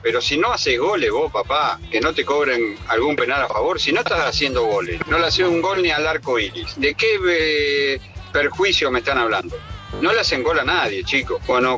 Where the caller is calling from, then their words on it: Necochea, Buenos Aires Province, Argentina; de Necochea, camionero